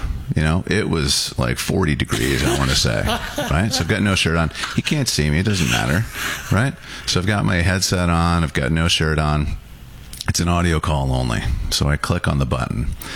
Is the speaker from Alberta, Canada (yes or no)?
no; Sudbury, Ontario, Canada; And so we're talking, and I'm from Sudbury.